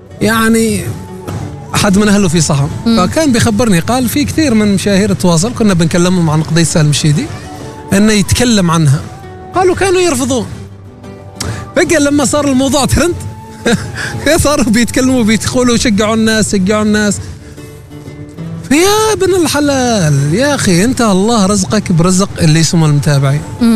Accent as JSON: {"language": "Arabic", "town": "Salalah", "region": "Dhofar", "country": "Oman", "said": "مثل عندنا في صلالة"}